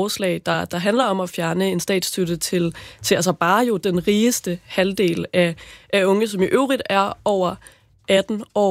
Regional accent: Aalborg, North Denmark Region, Denmark; moved away; Jeg kommer selv fra Aalborg, hvor jeg gik i gymnasiet

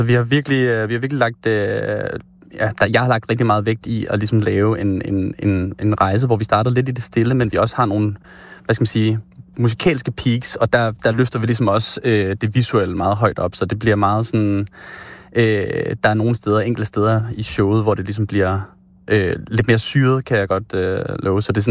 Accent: Viborg, Central Denmark Region, Denmark; igennem den tid, jeg har vokset op i Viborg

